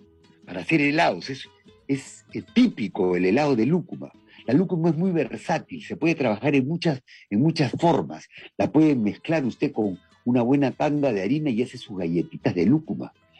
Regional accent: Peru; Somos peruanos al comer ramfañote, en realidad.

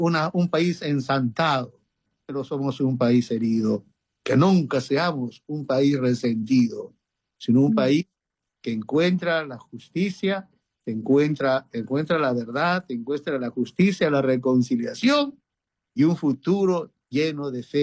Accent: Peru

